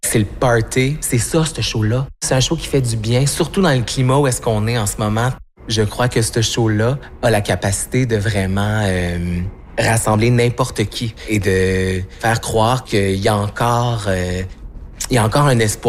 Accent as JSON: {"language": "French", "region": "Ontario", "country": "Canada", "tie": "born or raised there", "first_language": "French", "said": "Je suis tellement fière d'être un francophone, d'avoir grandi en Ontario, puis d'avoir gardé mon français, puis maintenant de vivre de cet art-là dans ma langue maternelle."}